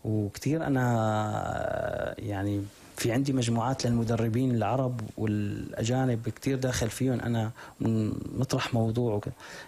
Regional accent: Syria; عندنا بسوريا

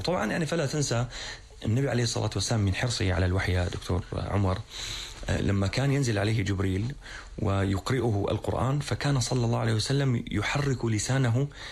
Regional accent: Syria; عندنا في سوريا

